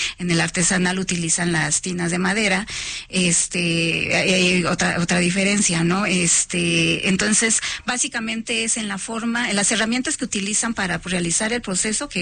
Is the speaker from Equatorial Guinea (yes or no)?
no; Mexico; Y es conservar como mexicanos esta parte de que pues el mezcal nos dé a conocer en otros lados